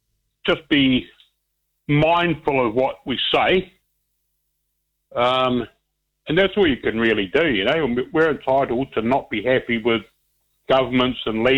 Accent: England, United Kingdom; born there; I was born in England.

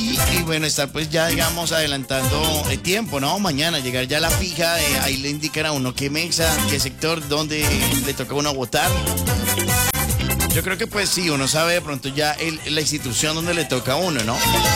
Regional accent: Colombia

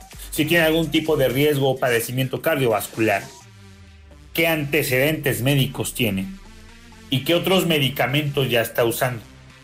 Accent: Mexico; en México, en mi país

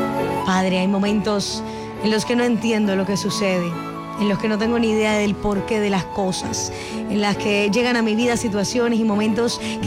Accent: Colombia

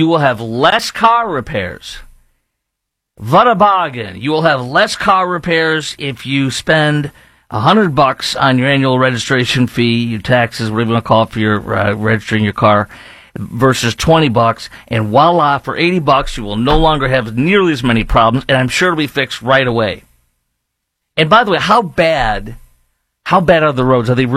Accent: Illinois, United States; And I know that from seeing my home state of Illinois.

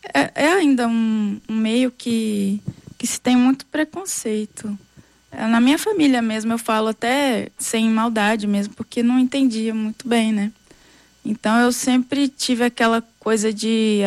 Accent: Minas Gerais, Brazil; E sou mineira, cabreira, né? Tô sempre meio desconfiada, assim.

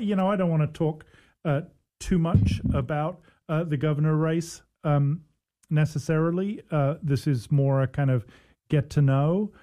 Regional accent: Oxford, South East England, United Kingdom; I grew up in Oxford.

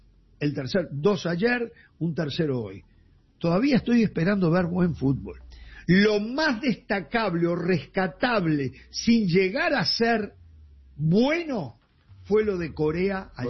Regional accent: Uruguay; yo voy a hablar de mi pueblo, el uruguayo.

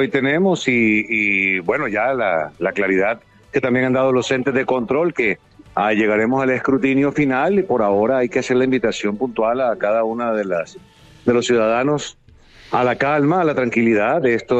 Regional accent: Colombia; Nosotros somos Colombia

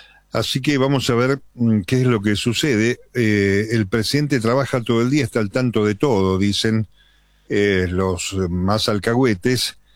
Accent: Caseros, Buenos Aires Province, Argentina; soy de Caseros

